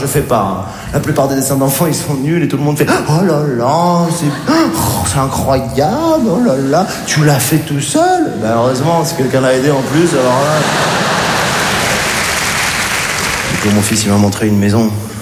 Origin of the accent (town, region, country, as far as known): Morocco